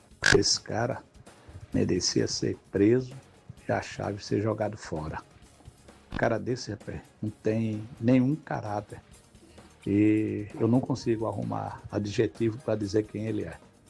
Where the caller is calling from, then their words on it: Marabá, Pará, Brazil; falando de Marabá, no Pará.